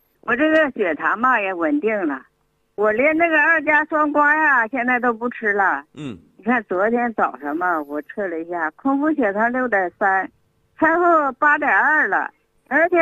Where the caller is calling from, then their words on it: Heilongjiang, China; 李老师啊，我是黑龙江的患者。